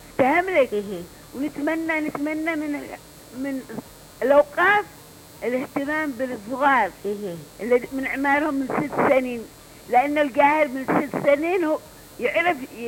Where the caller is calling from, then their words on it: Aden, Yemen; هنا عندنا في المنصورة